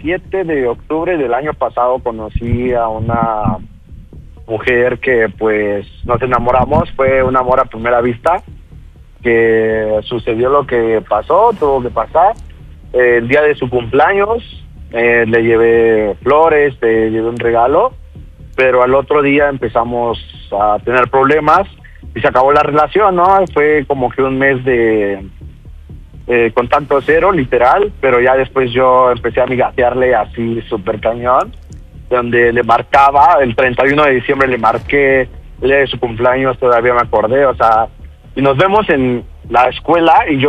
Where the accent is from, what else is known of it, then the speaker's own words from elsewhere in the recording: State of Mexico, Mexico; Tengo 17 años y soy del Estado de México.